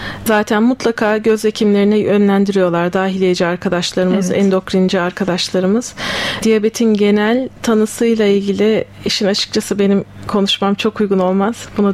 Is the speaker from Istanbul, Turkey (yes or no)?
no; Ankara, Turkey; moved away as an adult; also born or lived in Tübingen, Germany; Ankara doğumluyum. Ankara Fen Lisesi'nden mezunum.